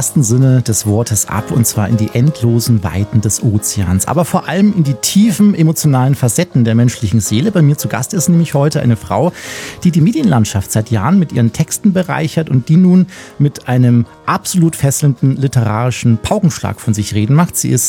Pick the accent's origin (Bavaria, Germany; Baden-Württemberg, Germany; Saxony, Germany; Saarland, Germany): Bavaria, Germany; Ich komme ja auch aus Urbayern. Ich habe es mir beruflich abgewöhnen müssen.